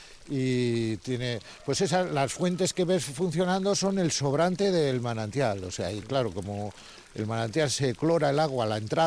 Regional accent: Gaceta, Basque Country, Spain; Yo soy de Gaceta, o sea, yo he nacido en La Llanada.

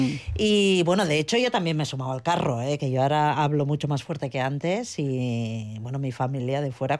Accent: Barcelona, Catalonia, Spain; moved away as an adult; Soy catalana, de Barcelona. Llevo más de 20 años viviendo largos, además, aquí.

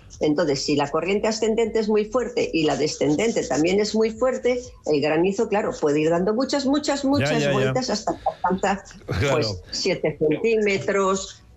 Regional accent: Spain; yo personalmente, soy de la Ribera del Ebro

